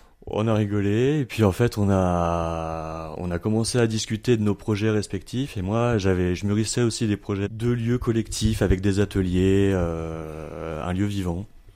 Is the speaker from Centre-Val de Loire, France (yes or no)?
no; Brittany, France; moved away as an adult; also born or lived in Paris / Avignon; now in Haute-Loire, France; Oui, je suis originaire de Bretagne. Après, j'ai passé quelques années à Paris.